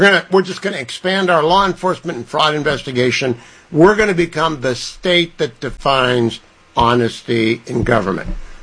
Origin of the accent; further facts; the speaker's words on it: California, United States; moved away; I'm a Californian. I used to be. I left in 2015.